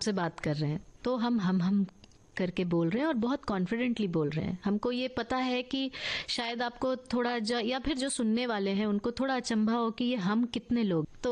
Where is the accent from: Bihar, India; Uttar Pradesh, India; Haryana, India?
Bihar, India; अरे भाई, हम बिहार से हैं तो हम अंग्रेजी में भी बात कर सकते हैं।